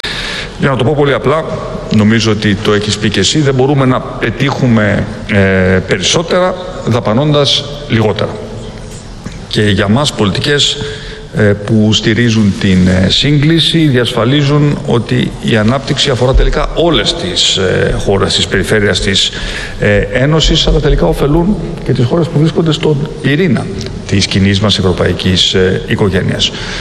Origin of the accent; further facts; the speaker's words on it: Greece; Η πατρίδα μου απέφυγε φέτος τα χειρότερα